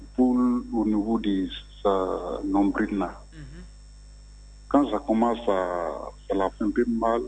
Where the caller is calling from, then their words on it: Abidjan, Côte d’Ivoire; Je vous appelle de Vridi.